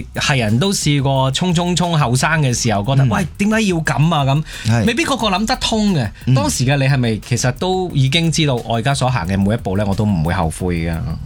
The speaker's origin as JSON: {"language": "Cantonese", "country": "Hong Kong", "said": "我哋香港人"}